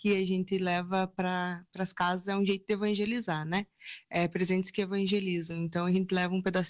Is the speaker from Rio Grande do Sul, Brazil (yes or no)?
yes; Soledade, Rio Grande do Sul, Brazil; Sim, sou natural aqui de Soledade.